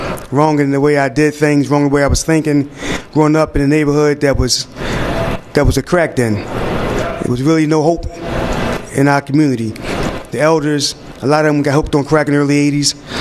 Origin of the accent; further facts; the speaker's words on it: Philadelphia, Pennsylvania, United States; You know, I was from North Philadelphia.